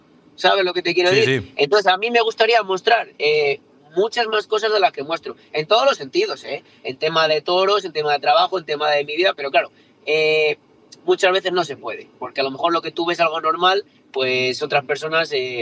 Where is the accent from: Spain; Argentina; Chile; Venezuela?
Spain; Castile and León; now in Valladolid, Spain; yo soy de pueblo, vivo en Valladolid por trabajo